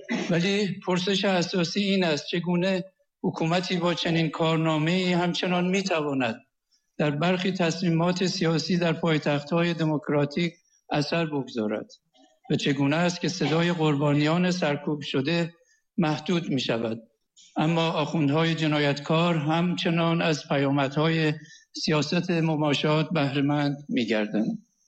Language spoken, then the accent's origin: Persian; Iran; به عنوان یک ایرانی و پیشکسوت ورزشی